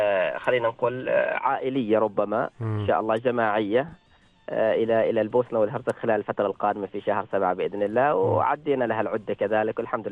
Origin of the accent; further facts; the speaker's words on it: Oman; وكنت بالزي العماني طبعا لابس، يقول لي أنت من أي بلد؟ طبعا يتحدث معي باللغة الإنجليزية، فأنا ذكرت لأنه أنا من سلطنة عمان